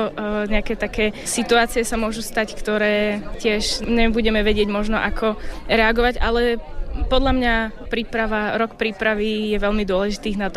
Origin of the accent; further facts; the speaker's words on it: Veľké Leváre, Bratislava Region, Slovakia; a som z Veľkých Levár.